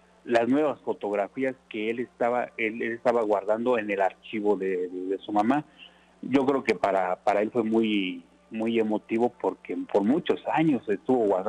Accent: Comitán de Domínguez, Chiapas, Mexico; los propios comitecos deberíamos de conocer.

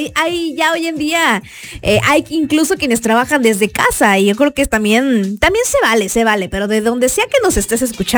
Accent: Mexico

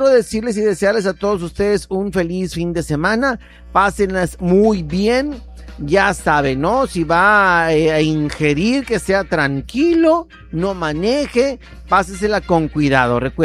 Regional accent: Mexico; Así somos los mexicanos.

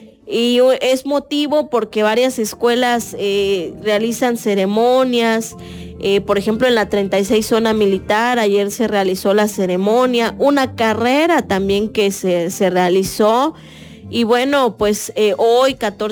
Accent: Chiapas, Mexico; somos chiapanecos también.

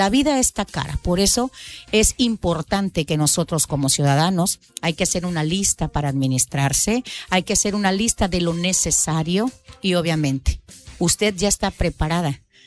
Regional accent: Chiapas, Mexico; Estamos siendo afectados como costeños

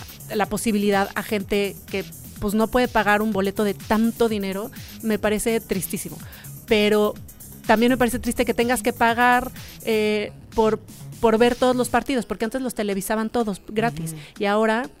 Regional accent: Mexico; tenemos los mexicanos que somos creativos y tenemos la euforia y la pasión

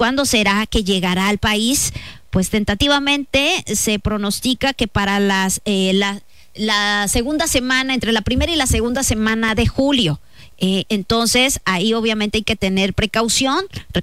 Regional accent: Tabasco, Mexico; Muchos dirán, no, pues es que somos tabasqueños, cada año tenemos calor.

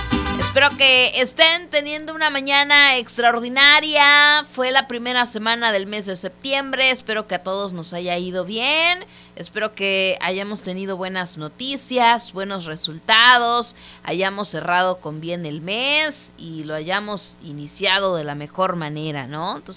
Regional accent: Mexico; Ándale, como todo mexicano, dejar las cosas a la hora.

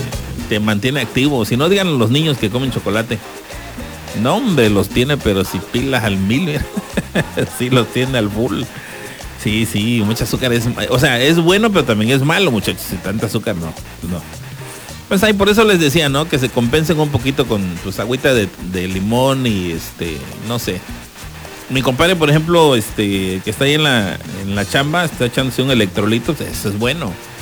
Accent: Tapachula, Chiapas, Mexico; los que somos aquí oriundos de Tapachula, pues nos gusta vivir aquí, nos gusta la ciudad, nos gusta el calor, aunque digamos, ay, harto calor aquí. Ya nacimos aquí, muchachos.

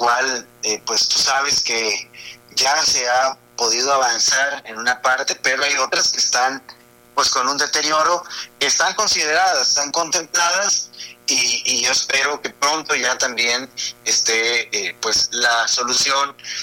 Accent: Hermosillo, Sonora, Mexico; also born or lived in Mexico City; Soy de Hermosillo, tengo una trayectoria, viví 11 años en la Ciudad de México, regresé a Sonora por invitación del gobernador.

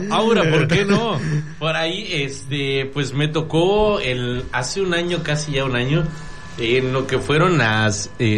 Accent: Mexico; sentirse orgulloso de ser mexicano

